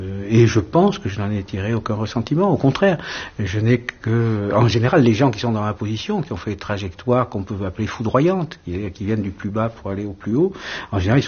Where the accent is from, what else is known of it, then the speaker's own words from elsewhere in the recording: Nouvelle-Aquitaine, France; Je viens d'un tout petit village du Béarn, du sud-ouest de la France, et d'une famille de tout petits fonctionnaires.